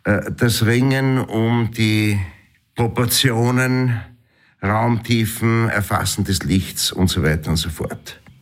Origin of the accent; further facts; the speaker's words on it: Schärding, Upper Austria, Austria; moved away as an adult; also born or lived in Gmunden; das wurde ja schon bereits erwähnt. Ich wurde 1962 in Scherding am Inn geboren, also sehr weit weg vom Burgenland. War 9 Jahre Scherding, Volksschule und so weiter.